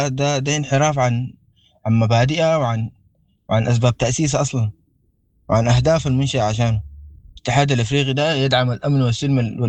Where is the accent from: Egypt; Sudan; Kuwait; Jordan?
Sudan; اي حوار نحن كسودانيين ممكن يحل لنا مشكلتنا،